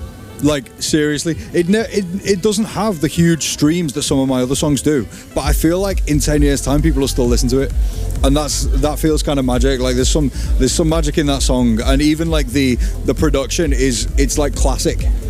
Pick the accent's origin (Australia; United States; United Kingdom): United Kingdom; England; And I'm from England, so I don't really like the sun.